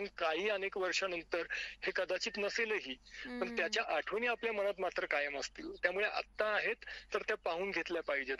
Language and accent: Marathi; Ahmednagar, Maharashtra, India; एक नगरकर म्हणून